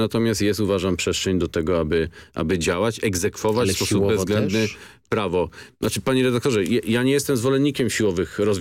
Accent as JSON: {"language": "Polish", "region": "Greater Poland Voivodeship", "country": "Poland", "said": "Jestem Wielkopolaninem."}